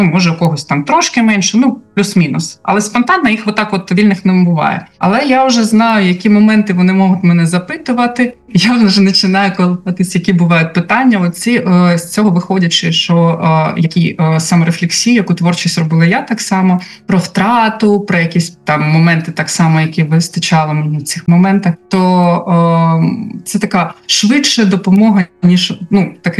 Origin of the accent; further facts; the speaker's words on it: Kharkiv, Kharkiv Oblast, Ukraine; moved away; Я харків'янка, яка вже давно живу не в Харкові